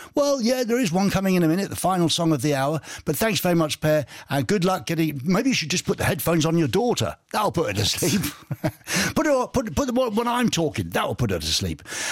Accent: England, United Kingdom; sorry, I don't understand German. I'm an Englishman.

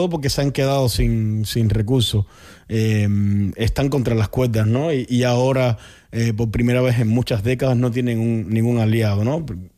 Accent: Cuba; Pero claro, como buen cubano, y como te puedes dar cuenta, cuando entré a la universidad me como toda la CR, toda la CS, hablo rápido, me trastabillo.

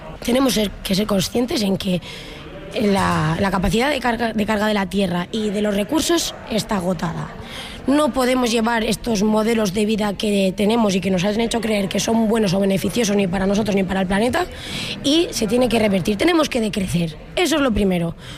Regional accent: Canals, Valencian Community, Spain; soy de Canals, Valencia.

